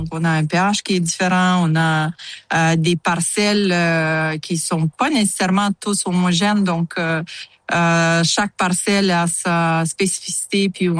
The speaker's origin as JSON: {"language": "French", "country": "Moldova", "tie": "born or raised there", "moved": "yes", "lives_now": "Yamachiche, Canada", "said": "Je suis originaire de Moldavie en Moldavie, on a fait beaucoup, beaucoup de vin. Donc, le vin, on l'a un petit peu, les Moldaves, dans notre ADN."}